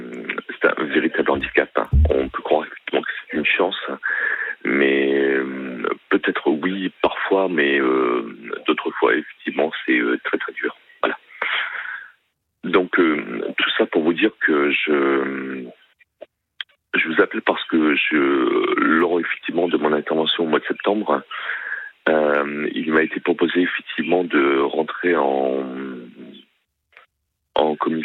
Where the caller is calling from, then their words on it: France; Je suis français. Alors certainement d'origine peut-être autre, je ne sais pas.